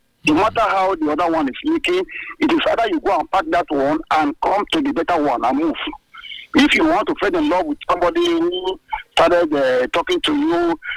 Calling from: Abidjan, Côte d’Ivoire; I'm from Abidjan.

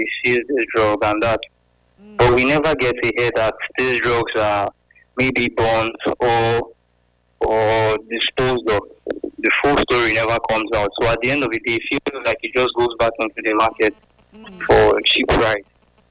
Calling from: Ugbo, Nigeria; I'm calling from Ugbo.

